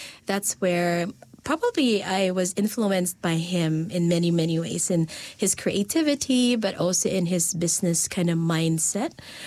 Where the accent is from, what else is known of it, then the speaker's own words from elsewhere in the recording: Quezon City, Metro Manila, Philippines; also born or lived in Bulacan; now in New Zealand; So I was born in Bukawe, Bulacan. So it's a province nearby Manila. And then I grew up, I was raised and I grew up mainly in Manila, Quezon City, with my parents and my two siblings.